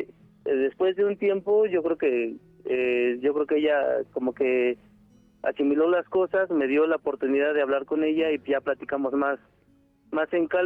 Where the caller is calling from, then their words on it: Tecámac, State of Mexico, Mexico; Pues yo vivo en el Estado de México, en Tecámac.